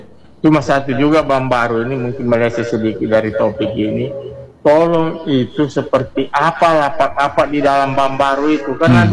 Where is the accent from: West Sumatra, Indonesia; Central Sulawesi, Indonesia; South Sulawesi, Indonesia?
Central Sulawesi, Indonesia; Palu; Saya ini besar di Gajah Mada itu, saya besar di ujung kasih itu saya bu.